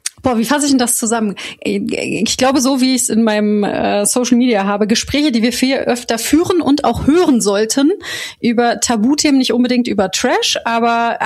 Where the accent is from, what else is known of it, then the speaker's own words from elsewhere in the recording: Koblenz, Rhineland-Palatinate, Germany; now in Berlin, Germany; Ah, das schöne Kovelenz am Rhein und an der Mosel. Der alte Rheinland-Pfälzer Pflanze hier.